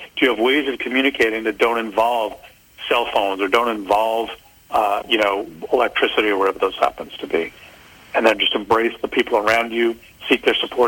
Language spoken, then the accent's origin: English; California, United States; having seen numerous earthquakes growing up in California